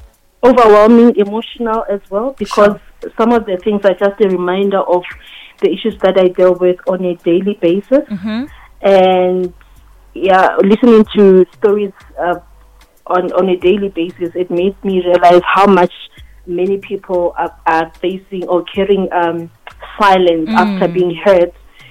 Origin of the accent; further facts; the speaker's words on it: Seshego, Limpopo, South Africa; I'm a mother of two, born and bred in Seshego, but we are originally from Hamolepo, Lasterhoop.